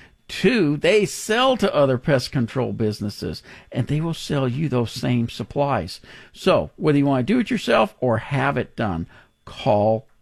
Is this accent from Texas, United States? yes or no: yes; Texas, United States; also born or lived in Minnesota, United States; And yes, I am from Minnesota originally. I went from Minnesota, started the fourth grade in Florida, started the ninth grade in school here in Texas. And, you know, really, Texas is where I grew up